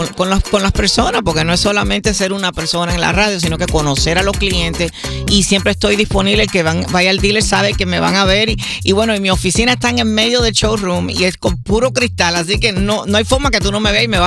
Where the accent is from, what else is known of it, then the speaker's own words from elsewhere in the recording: Costa Rica; moved away; me siento cubana, adoptada por los cubanos. Originalmente soy de Costa Rica.